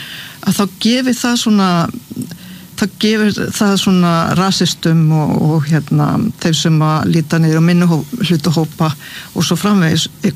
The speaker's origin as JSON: {"language": "Icelandic", "town": "Suðurnesjabær", "region": "Southern Peninsula", "country": "Iceland", "tie": "born or raised there", "said": "Að samfylkingin vann sigur í Suðurnesjabæ, mínum heimabæ"}